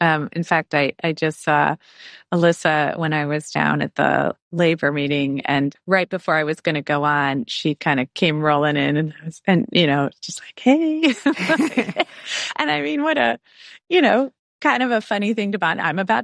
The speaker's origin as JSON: {"language": "English", "region": "Virginia", "country": "United States", "tie": "born there", "said": "I was born in Virginia."}